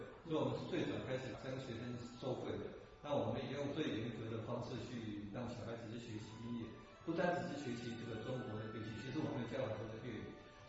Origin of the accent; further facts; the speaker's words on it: Kinmen County, Taiwan; 台湾的朋友可能看不到下海的改变，可是我们金门这边从以前站在解决的时候是不能到海边的。